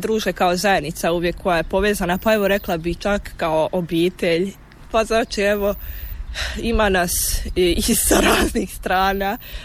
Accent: Donja Mahala, Posavina, Bosnia & Herzegovina; Ja dolazim iz Bosanske Posavine, odnosno iz Donje Mahale kod Orašja.

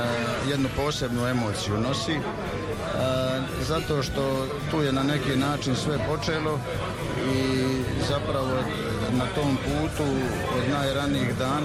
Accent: Metković, Dubrovnik-Neretva County, Croatia; moved away as an adult; now in Zagreb, Croatia; Živim i radim u Zagrebu, rodom sam iz Metkovića. Dakle, ovdje sam obavio osnovnoškolsko i srednjoškolsko obrazovanje. Nakon toga sam otišao u Zagreb na visokoškolsko obrazovanje

